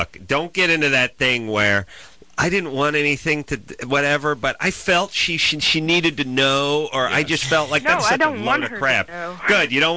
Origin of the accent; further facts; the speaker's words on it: Los Angeles, California, United States; I grew up in L.A. I always liked the Rams coming from L.A.